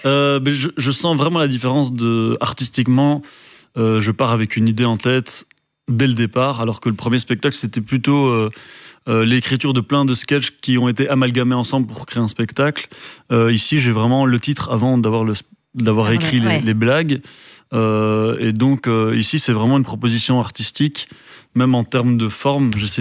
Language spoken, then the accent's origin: French; Belgium; en tant que Belge